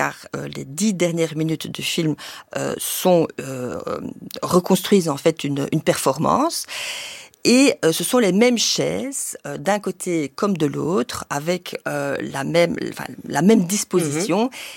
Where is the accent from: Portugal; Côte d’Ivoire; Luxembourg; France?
Luxembourg; born or raised there; moved away as an adult; also born or lived in Brussels, Belgium